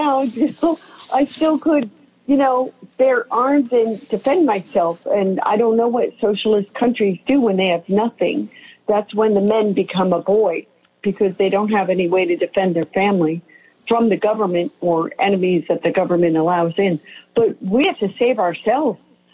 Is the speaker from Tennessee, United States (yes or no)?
no; San Diego, California, United States; I didn't see California as cuckoo as we are. I'm from San Diego.